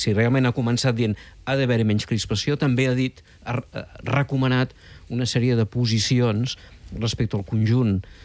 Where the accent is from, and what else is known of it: Catalonia, Spain